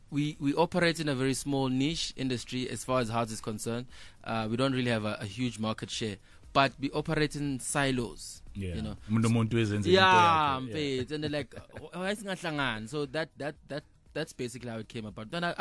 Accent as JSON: {"language": "English", "area": "East Rand", "region": "Gauteng", "country": "South Africa", "tie": "born there", "also_born_or_lived": "Soweto", "said": "mina ngibuye Midlands, Ndunansi Soweto. On that, actually, I was born in Soweto, but I lived in Spreadview, East Rand."}